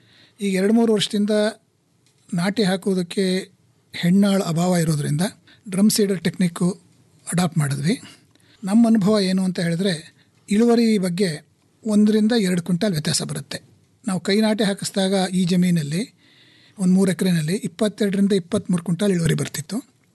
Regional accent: Mysore, Karnataka, India; ವಿದ್ಯಾಭ್ಯಾಸ ನಾನು primary school ನಮ್ಮೂರಿನಲ್ಲೇ ಓದಿದೆ, ಮಿಡ್ಲ್ ಸ್ಕೂಲಿಂದ ಮೈಸೂರಿಗೆ ಶಿಫ್ಟ್ ಆಯಿತು.

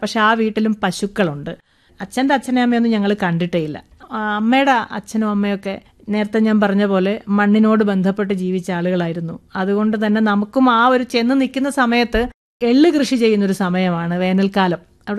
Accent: Pallana, Kerala, India; moved away as an adult; also born or lived in Punnapra, Alappuzha / Changanassery; now in Palakkad, India; ഞാൻ ജനിച്ചു വളർന്ന സ്ഥലം എന്ന് പറയുന്നത് ആലപ്പുഴ ജില്ലയിൽ കാർത്തിയപ്പള്ളി താലൂക്ക് തൃക്കുന്നപ്പുഴ പഞ്ചായത്തിൽ പല്ലന പാനൂർ.

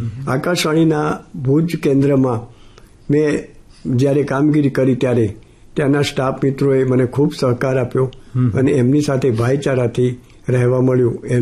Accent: Ahmedabad, Gujarat, India; એક તો મારું વતન પણ અમદાવાદ

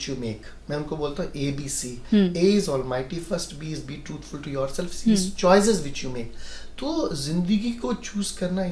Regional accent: Uttar Pradesh, India; now in Hyderabad, India; मैं यूपी का रहने वाला हूँ but I am in Hyderabad for more than

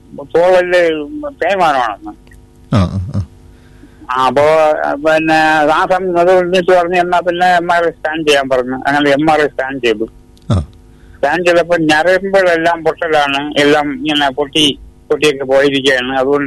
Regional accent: Karnataka, India; ഞാൻ കർണാടകയിൽ നിന്നാണ്.

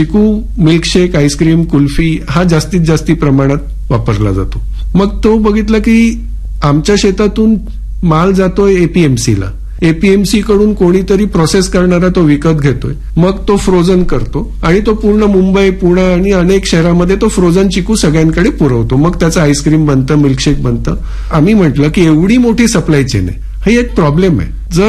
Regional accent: Bordi, Maharashtra, India; आमचं गाव समुद्र किनारी आहे आणि एक वीकेंड डेस्टिनेशन आहे तर खूप टुरिस्ट येतात. बोर्डी डहाणू हा जो परिसर आहे

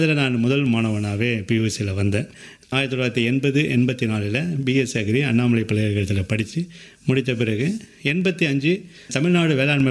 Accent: Tindivanam, Tamil Nadu, India; born there; also born or lived in Villupuram / Koliyanur / Marakkanam / Mayilam; விழுப்புரத்தில் பிறந்தேன். திண்டிவனத்தில் சை ஸ்கூலில் தான் சார் 7வதுலேருந்து 11வது வரைக்கும் அது படித்தேன்.

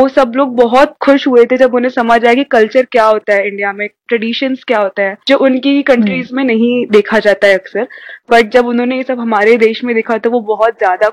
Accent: Narsinghpur, Madhya Pradesh, India; moved away as an adult; now in Indore, India; मैं नरसिंहपुर से हूँ, जो जबलपुर के पास आता है, और मैंने अपना ग्रेजुएशन भी इंदौर से ही किया है।

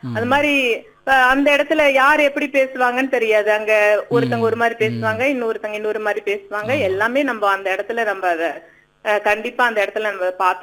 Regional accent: Tamil Nadu, India; born or raised there; now in Pollachi, India

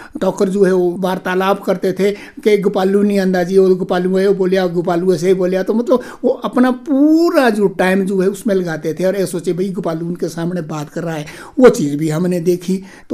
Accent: Himachal Pradesh, India; मैं तहसील सुन्नी से, घेणी नाम जगह है वो, उस पंचायत का मैं संबंध रखता हूँ। गाँव की जो नाम है वो हलोट है, और मेरे गांव में जो बेसिकली जो है एक कृषि का हब है, मतलब कृषक लोग वहां पर अधिकतर रहते हैं और कृषि करते हैं, बहुत ही अच्छी उन्नत कृषि करते हैं।

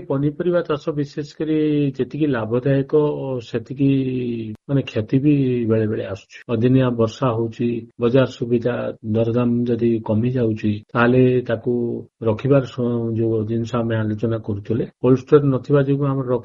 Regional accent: Bhairab Singhpur, Odisha, India; ମୋ ଗାଁ ନାଁ ହଉଛି ଭୈରବ ସିଂହପୁର, ଜିଲ୍ଲା କୋରାପୁଟ।

